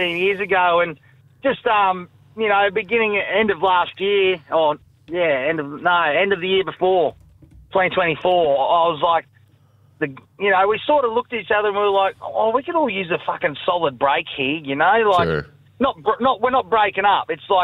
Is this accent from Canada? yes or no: no; Australia; We're bloody Australian down here, mate.